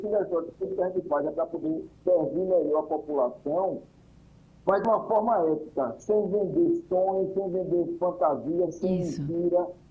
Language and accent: Portuguese; Pernambuco, Brazil; Eu lhe agradeço por isso, enquanto pernambucano.